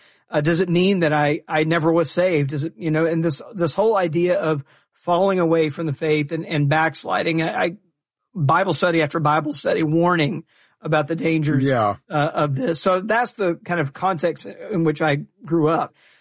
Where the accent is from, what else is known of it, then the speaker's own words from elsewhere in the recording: Deep South, United States; I grew up in the Deep South in a Southern Baptist church. So inside that, you know, white evangelical Southern world.